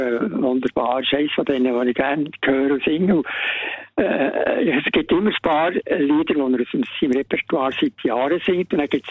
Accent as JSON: {"language": "German", "region": "Bern", "country": "Switzerland", "said": "Ich bin Berner"}